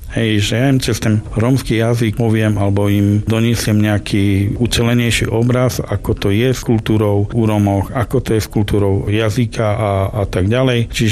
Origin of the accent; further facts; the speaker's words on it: Prešov, Prešov Region, Slovakia; first language Romani; Slovak is a second language; My tým, že sme romskou prešovskou rodinou, tak ja som vyrástal v romskej rodine, kde sa od mala komunikovalo, alebo respektíve som počúval romčinu. Ja do svojho vstupu do materskej škôlky, ja som napríklad nevedel rozprávať po slovensky.